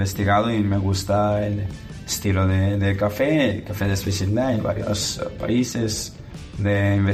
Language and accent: Spanish; North Macedonia; Spanish is a second language; moved away as an adult; now in Valencia, Spain; En Macedonia, en mi país